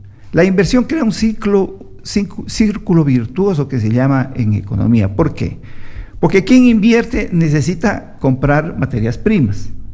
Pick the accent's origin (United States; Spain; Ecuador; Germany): Ecuador; Aspiremos como ecuatorianos